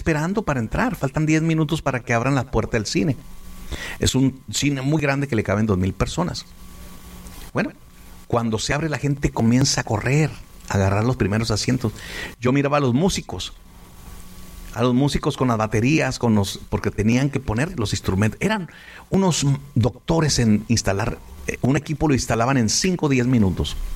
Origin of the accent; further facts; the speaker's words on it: Ciudad Juárez, Chihuahua, Mexico; Pero como soy mexicano, no me rajo. O sea, claro, los mexicanos ahí vamos a estar. ¡Viva México!